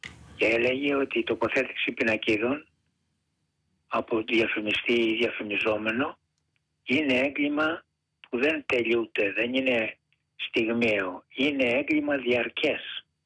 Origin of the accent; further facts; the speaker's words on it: Gortynia, Peloponnese, Greece; την πατρίδα μου κάτω από τη Γουρτινία